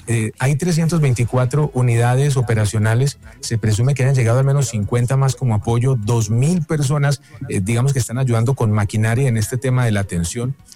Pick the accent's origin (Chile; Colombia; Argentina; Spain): Colombia; Armenia, Quindío; now in Manizales, Colombia; Si no, digamos que no tenía para dónde ir, porque nosotros somos de Armenia y no tenemos familia aquí en Manizales.